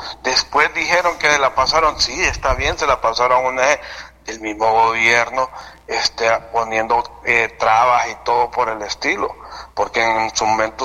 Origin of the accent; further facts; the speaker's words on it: Siguatepeque, Comayagua, Honduras; yo soy de Siguatepeque